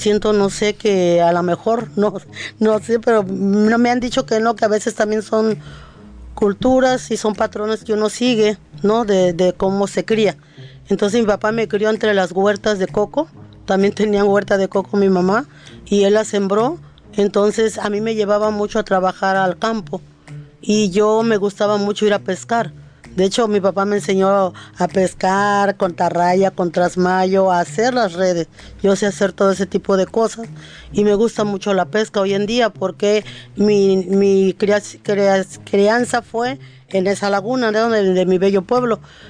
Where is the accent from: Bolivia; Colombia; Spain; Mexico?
Mexico; Tecpan de Galeana, Guerrero; now in Coyuca, Mexico; yo soy de la colonia 20 de noviembre, de un pueblo de una localidad de Tecpan de Galeana, Guerrero. Mi infancia fue allá, ya nací, ahí dejé mi ombligo, ahora sí como popularmente se dice, enterrado.